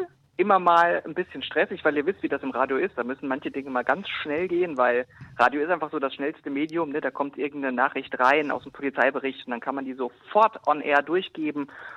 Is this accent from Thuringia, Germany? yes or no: yes; Thuringia, Germany; ich komme ja aus Porterode oben am Inselberg